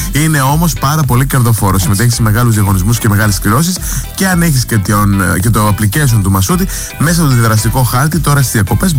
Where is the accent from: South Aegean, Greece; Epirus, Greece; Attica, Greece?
South Aegean, Greece; Amorgos; Εμείς στο νησί μου έχουμε μεγάλο πανηγύρι και χτες το βράδυ, ναι, στην Αιγιάλη και σήμερα έχουμε στη χώρα της Αμοργού